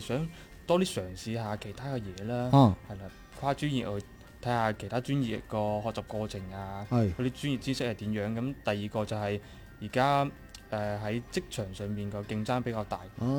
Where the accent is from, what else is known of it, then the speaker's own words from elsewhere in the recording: China; also born or lived in Spain; 畢竟我土生土長喺呢邊